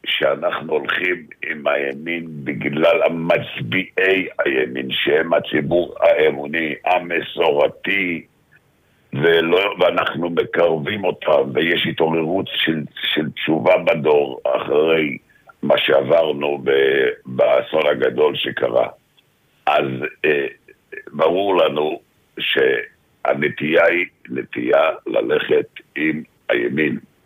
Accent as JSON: {"language": "Hebrew", "town": "Jerusalem", "region": "Jerusalem District", "country": "Israel", "tie": "born there", "said": "נולדתי בתוך מטה בחירות, בבית ישראל, בשכונה בית ישראל בירושלים, בימים עברו"}